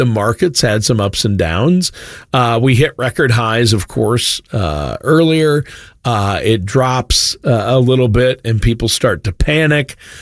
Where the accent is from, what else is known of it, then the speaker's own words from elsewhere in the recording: Minnesota, United States; Even though, I'm from Minnesota and my Vikings, I'm a little concerned for them this year.